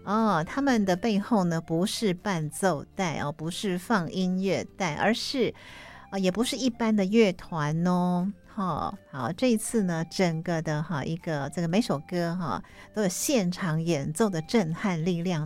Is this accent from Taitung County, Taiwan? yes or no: yes; Taitung County, Taiwan; 这都是我们台东人的福气